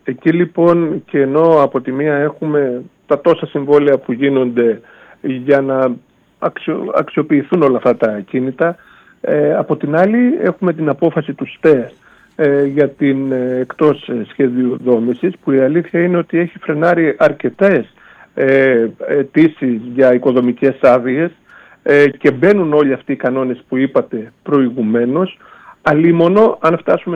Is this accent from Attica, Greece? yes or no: no; Nea Sylata, Central Macedonia, Greece; πριν να γίνει ο μεγάλος δρόμος της Θεσσαλονίκης Μουδανίων, εγώ είμαι από τα Νέα Σύλλατα.